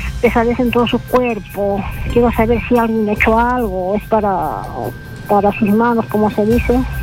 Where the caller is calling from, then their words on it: Huancayo, Junín, Peru; Estoy llamando de Huancayo.